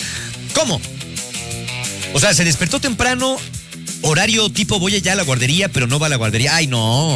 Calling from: Mexico City, Mexico; de Ciudad de México.

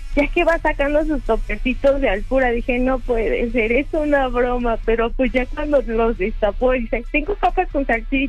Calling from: Mexico City, Mexico; Yo soy de aquí, de la Magdalena Contreras

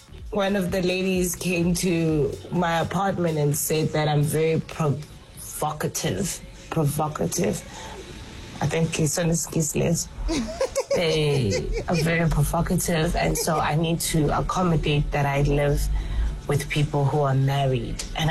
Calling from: Fourways, Gauteng, South Africa; I'm here from Four Ways.

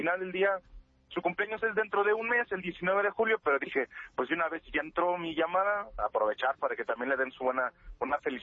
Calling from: Texcoco, State of Mexico, Mexico; Yo estoy aquí en Texcoco, Estado de México.

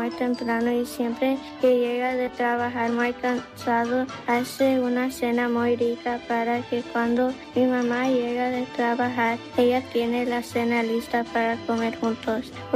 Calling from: California, United States; Hablo de Southern California.

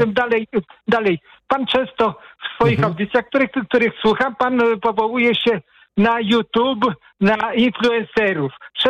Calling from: Płock, Masovian Voivodeship, Poland; ja jestem z Płocka

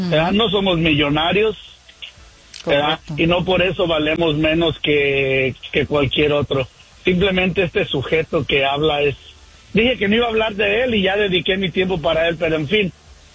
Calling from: Sacramento, California, United States; Aquí de Sacramento.

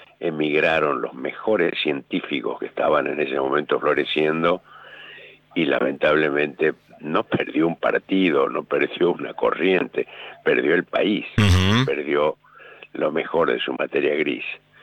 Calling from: Santiago del Estero, Argentina; Te llamo de Santiago del Estero.

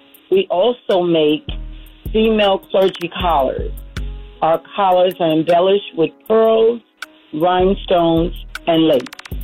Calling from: Hopewell, Virginia, United States; I'm calling from Hopewell, Virginia.

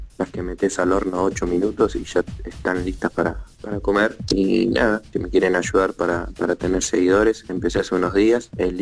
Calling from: San Luis, Argentina; Soy de San Luis.

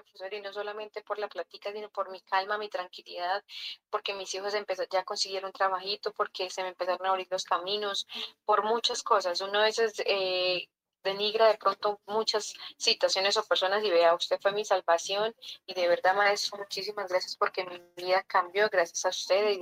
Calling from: Bogotá, Colombia; Del barrio Quirigua

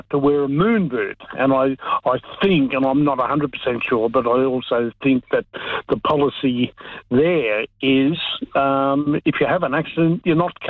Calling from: Canberra, Australian Capital Territory, Australia; I'm calling from Canberra.

